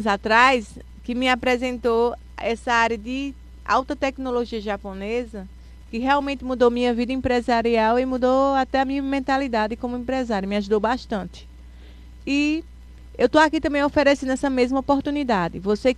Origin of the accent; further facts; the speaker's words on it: Toritama, Pernambuco, Brazil; Eu sou natural da cidade de Toritama, com muito orgulho.